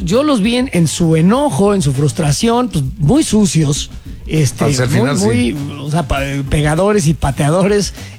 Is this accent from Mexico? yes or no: yes; Mexico